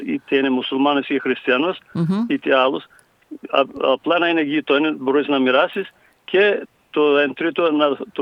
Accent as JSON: {"language": "Greek", "town": "Sidiro", "region": "Eastern Macedonia and Thrace", "country": "Greece", "tie": "born or raised there", "said": "Ναι, στο Σιδηρό θα είμαι."}